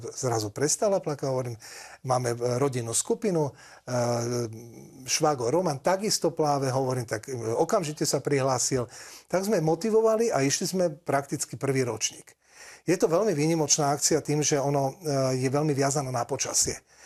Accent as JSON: {"language": "Slovak", "town": "Senec", "region": "Bratislava Region", "country": "Slovakia", "tie": "born or raised there", "said": "Nakoľko my sme vyrastali na Slnečných jazerách a potreba potapačov bola počas letnej turistickej sezóny a zabezpečenie vodnej záchrannej služby nutná"}